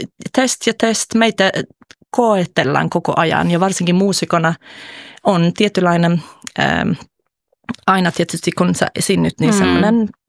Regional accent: Gothenburg, Västra Götaland, Sweden; moved away; tämä bändi on Göteborgista, missä mä oon kotoisin.

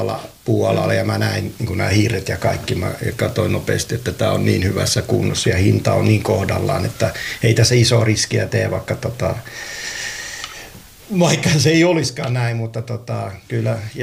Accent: Varkaus, North Savo, Finland; now in Lahti, Finland; Ai niin, joo, kun mä oon itse Savosta kotosin.

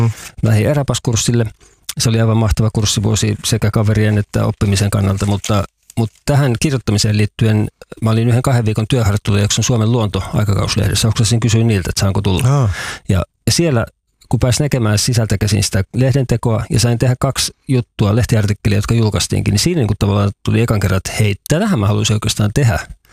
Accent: Vantaa, Uusimaa, Finland; born or raised there; now in Kainuu, Finland

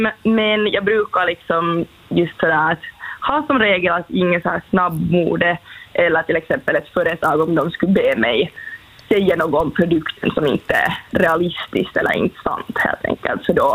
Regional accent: Finland; first language Swedish; jag är liksom finlandssvenska, svenska är mitt modersmål

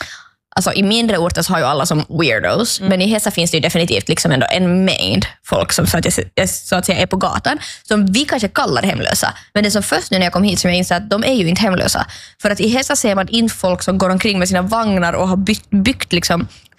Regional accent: Vaasa, Ostrobothnia, Finland; Jag är från Vasa, I know my culture.

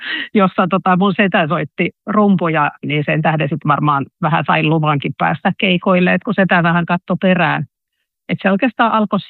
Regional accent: Pori, Satakunta, Finland; Sitten kun mä oon Porista kotoisin, mä oon asunut 5 vuotta siellä

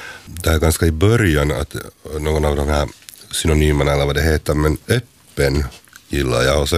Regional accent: Sundom, Ostrobothnia, Finland; På min dialekt, jag kommer från Sund om i Österbotten, så då är det netchin.

